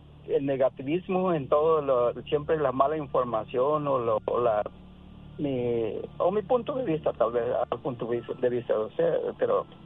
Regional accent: Guerrero, Mexico; usted es de Guerrero, yo soy de Guerrero también.

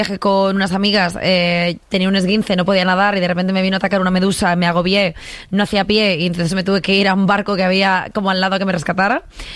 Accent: Reus, Catalonia, Spain; yo soy una chiquita de Reus y al final Salou pues no deja de ser también mi casa. O sea, he veraneado allí muchísimo. Mis padres ahora viven allí

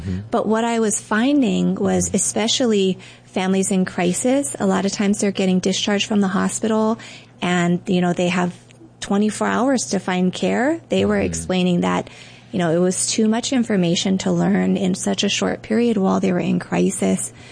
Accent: Kaneohe, Hawaii, United States

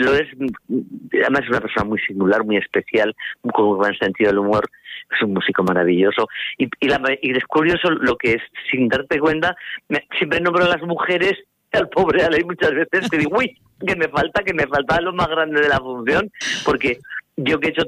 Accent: Aragon, Spain; Pero yo soy, como buena aragonesa, soy, tengo un punto así brutica

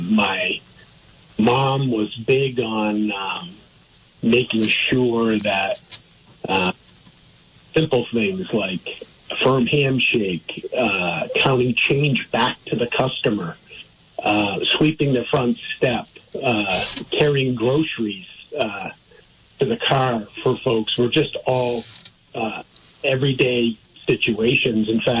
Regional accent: East Montpelier, Vermont, United States; I was born in East Montpelier. I said, I like looking at the Worcester mountain range from this side, because when I grew up, I looked at it from the other side."

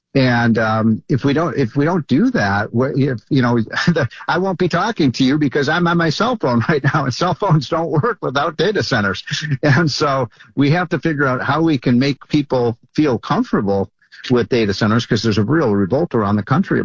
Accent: Chicago, Illinois, United States; But Larry, I'm from Chicago. The sun doesn't shine all that much in Chicago.

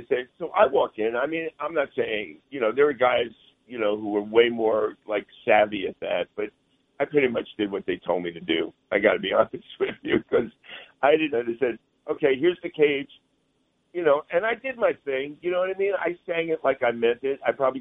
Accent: Bayonne, New Jersey, United States; now in New York City, United States; I'm from Bayonne, New Jersey. I mean, I'm living in New York City.

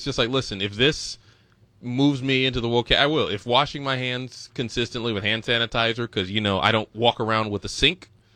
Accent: Pasadena, California, United States; growing up in Pasadena

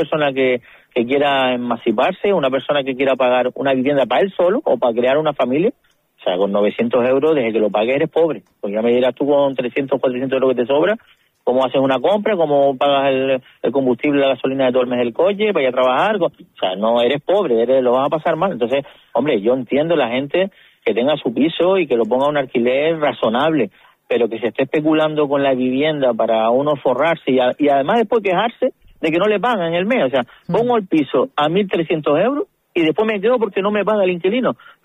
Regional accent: Lanzarote, Canary Islands, Spain; nosotros somos de la isla, tanto tú como yo de Mersa hemos tenido la oportunidad de hacer nuestro trabajo profesional aquí, de vivir aquí, de tener nuestra casa. Nuestros padres también vivieron aquí, nuestros abuelos

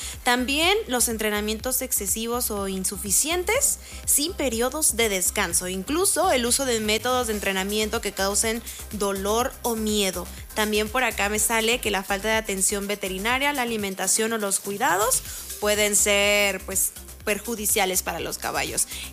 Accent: Mexico; qué combinaciones tan raras de verdad que nosotros tenemos como mexicanos.

